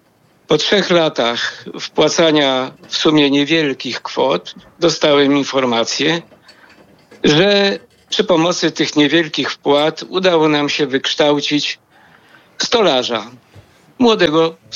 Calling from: Warsaw, Masovian Voivodeship, Poland; dzwonię z Warszawy, z Ursynowa.

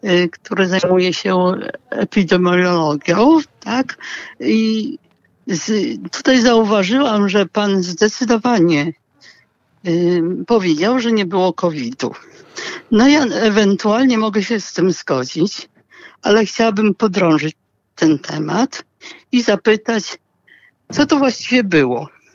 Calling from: Lublin, Lublin Voivodeship, Poland; Dzwonię z Lublina

